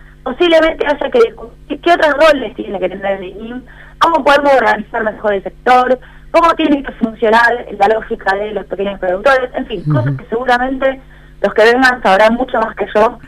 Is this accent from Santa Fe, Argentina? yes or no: yes; Rosario, Santa Fe, Argentina; te lo digo porque soy rosarina